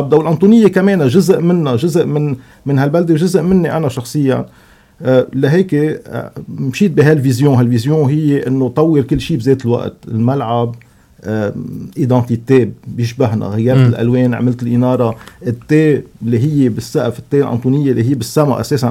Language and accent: Arabic; Lebanon; نحن كلبنانية